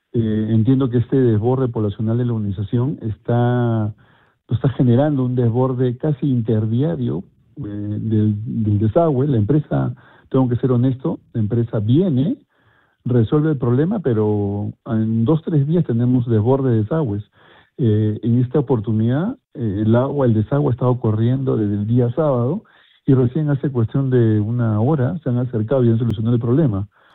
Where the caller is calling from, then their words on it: Arequipa, Peru; lo llamo de la ciudad de Arequipa, específicamente el cercado de Arequipa.